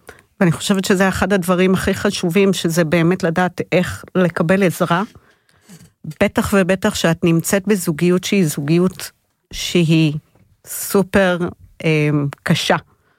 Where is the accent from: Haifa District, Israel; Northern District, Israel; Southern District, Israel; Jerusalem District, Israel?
Haifa District, Israel; Hadera; אני מחדרה, אני בת 50, אימא לשלוש בנות מתבגרות